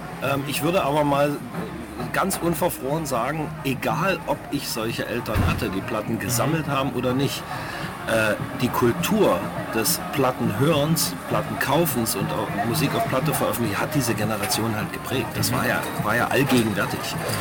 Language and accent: German; Germany; Also ich bin in der DDR aufgewachsen. Als die Mauer fiel, war ich 18 Jahre.